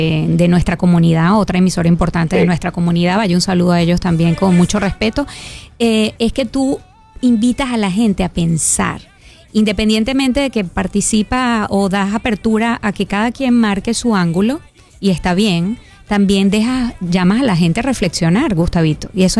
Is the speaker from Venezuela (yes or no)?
yes; Venezuela; also born or lived in Cuba; yo que soy venezolana, Ray, venezolana cubana